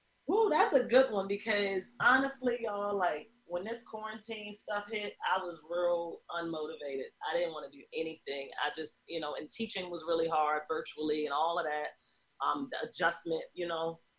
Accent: Baltimore, Maryland, United States; I am in Baltimore, Maryland, in East Baltimore. I'm from West Baltimore.

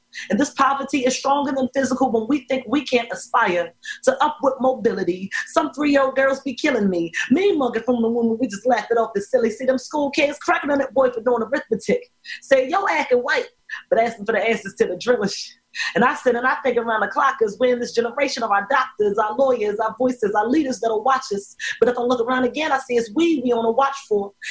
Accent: Baltimore, Maryland, United States; also born or lived in Oakland; I'm from Baltimore, Maryland.

